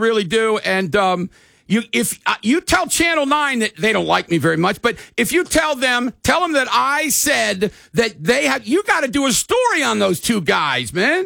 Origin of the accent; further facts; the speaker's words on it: East Coast, United States; moved away; I come from the East Coast.